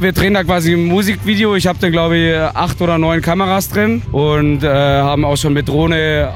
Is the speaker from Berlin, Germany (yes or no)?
no; Baden-Württemberg, Germany; ich komme aus Baden-Württemberg vom Bodensee direkt.